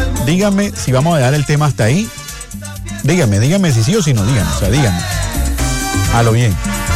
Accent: Colombia; Yo sé que hay comentarios que a uno como colombiano lo indignan

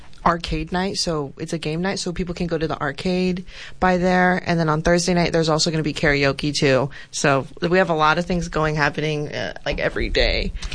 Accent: Somerton, Arizona, United States; I am from the Kokopah Indian Tribe down in Somerton, Arizona. Me and Melanie are both from that tribe, so...

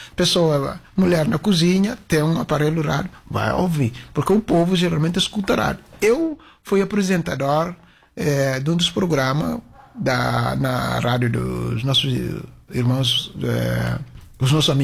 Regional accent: Bissau, Guinea-Bissau; eu cresci em Bissau

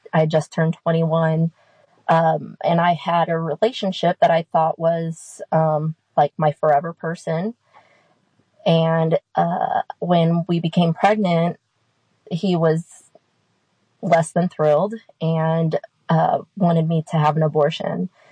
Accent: Salem, Missouri, United States; now in St. James, United States; I'm from Salem, Missouri, originally. Grew up there, moved to Rolla, Missouri as an adult, lived there for about 10 years, and now I am a homeowner in St. James, Missouri with my husband and family.

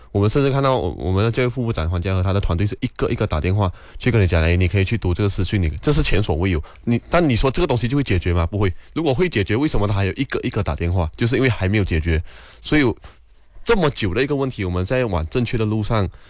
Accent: Malaysia; 因为我们马来西亚人民长期，当然作为全世界人民都是有一个反叛反骨的心态

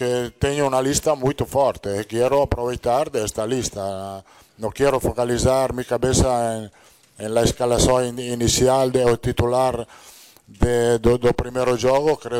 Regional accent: Italy; Sou italiano, não, e sou brasileiro, não.

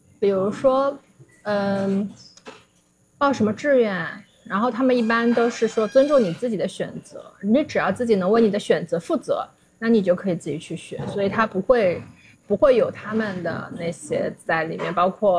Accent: Shanghai, China; 因为有点复杂，我出生在长宁区，然后后来就一路往东搬家，现在就搬到浦东了。

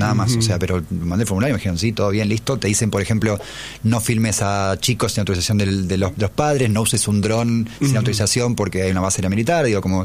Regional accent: Argentina; me parece que es lo único que nos une así como argentinos en todo sentido

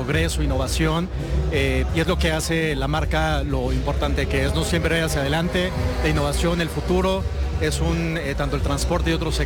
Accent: Mexico; Soy de México

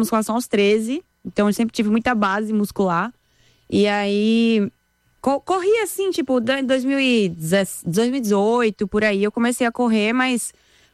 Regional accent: São Paulo, Brazil; born there; also born or lived in Recife; nasci aqui em São Paulo. E aí, aqui em São Paulo, eu fui comecei na ginástica olímpica. Aí me mudei para Recife, porque meus pais se mudaram por conta de trabalho.

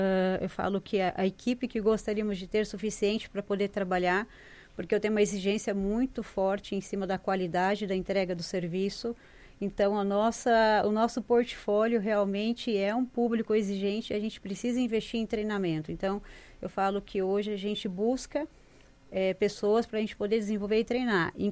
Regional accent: São Paulo, Brazil; now in Santa Catarina, Brazil; Porque quando a gente vem de São Paulo, vem de fora, a gente vem com uma cultura totalmente diferente.

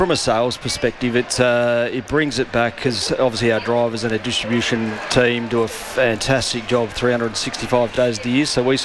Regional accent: Adelaide, South Australia, Australia; I was born and bred in Adelaide.

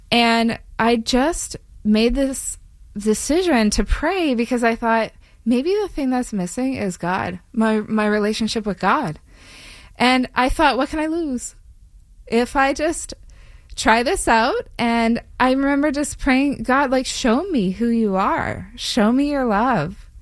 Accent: Western Canada, Canada; moved away; I'm from Canada, Western Canada, so I was studying up there.

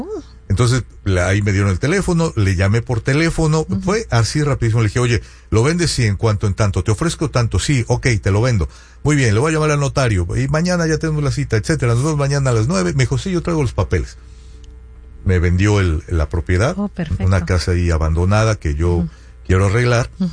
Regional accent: Sonora, Mexico; born there; moved away; andaba yo en allá en mi pueblo. Ajá, sí. En Sonora.

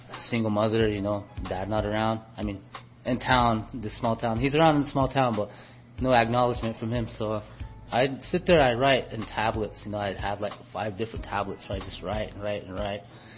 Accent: Manderson, South Dakota, United States; I'm from Manderson, South Dakota, on the Pine Ridge Indian Reservation.

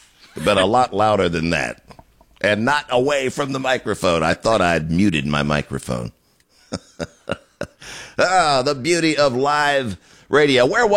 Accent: Georgia, United States; moved away; I was only seven. And that is the first time when he won, and I'm from Georgia

